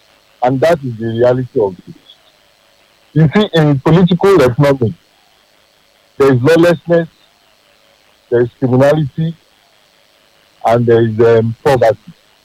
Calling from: Dubai, United Arab Emirates; I am calling from Dubai.

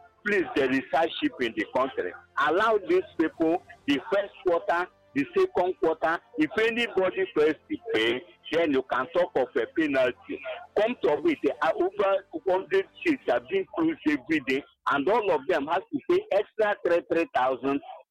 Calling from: Enugu, Enugu State, Nigeria; I'm calling from Enugu.

